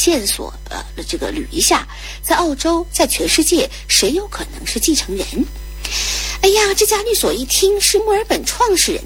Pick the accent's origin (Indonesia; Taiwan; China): China; 我们中国人